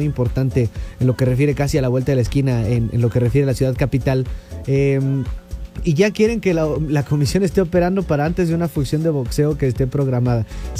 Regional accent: Hidalgo, Mexico; somos luchadores hidalguenses

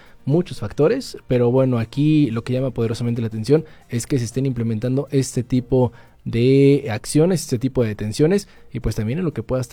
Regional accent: Mexico

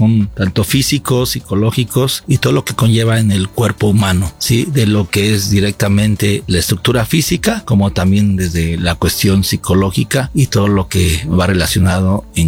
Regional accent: Ixmiquilpan, Hidalgo, Mexico; del municipio de Ixmiquilpan, Hidalgo.

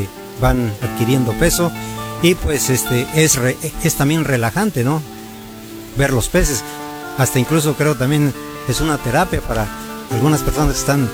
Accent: San Bartolo Tutotepec, Hidalgo, Mexico; Exactamente, somos originarios de aquí de San Bartolo, Tutotepec. Somos nacidos aquí en la colonia industrial, la calle 16 de enero, número 20

